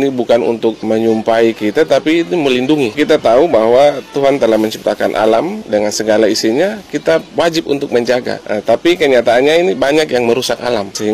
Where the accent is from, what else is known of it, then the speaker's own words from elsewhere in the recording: Tual, Maluku, Indonesia; sebagai anak Dulah Laut